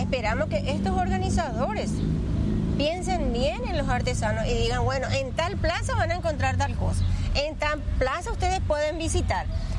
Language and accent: Spanish; Yataity, Guairá, Paraguay; Yo inclusive tengo las mantillas de la Opo y auténtico porque es de mi pueblo, de Yataití.